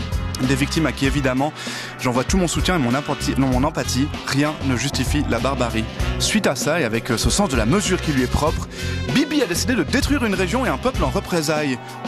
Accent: Algeria; Alors que je suis pas palestinien du tout. Je suis algérien.

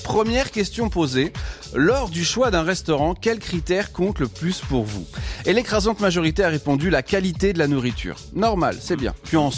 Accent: France; parce que je suis français d'origine

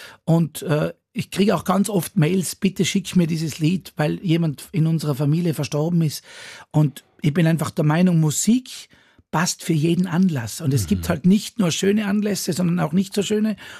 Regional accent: Ried im Zillertal, Tyrol, Austria; Genau, in meinem Heimatort in Ried.

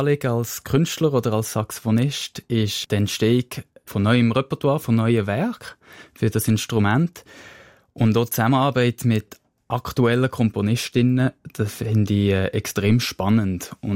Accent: Bern, Switzerland; Und andererseits bin ich in Bern aufgewachsen.

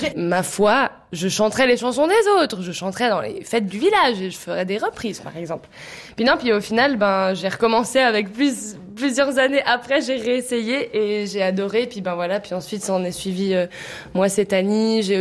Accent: Galicia, Spain; enfin moi je viens du nord de l'Espagne, je viens de Galice. Puis c'est pas du tout dans notre culture, nous c'est vraiment la musique traditionnelle, la cornemuse, les percussions

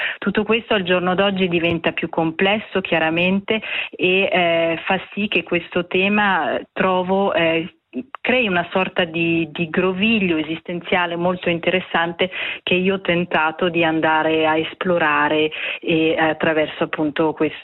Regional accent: Brissago, Ticino, Switzerland; io sono cresciuta a Brissago, sul Lago Maggiore, quindi sulla sponda opposta rispetto al Gambarogno

